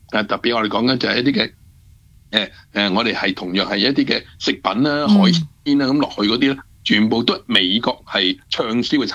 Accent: Canada; 我哋加拿大人

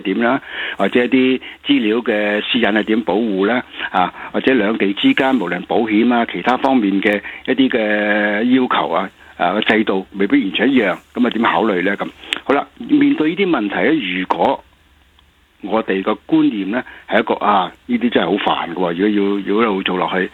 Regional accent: Hong Kong

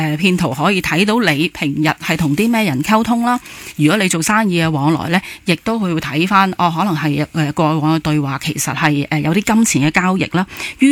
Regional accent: Hong Kong; 我哋香港人咧，大部分咧都会使用WhatsApp 啦。

